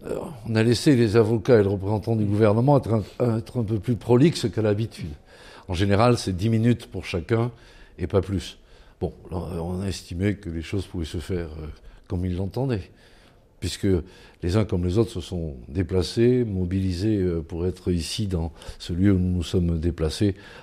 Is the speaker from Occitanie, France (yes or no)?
yes; Rodez, Occitanie, France; moved away; je suis originaire d'encore plus près, de Rodez.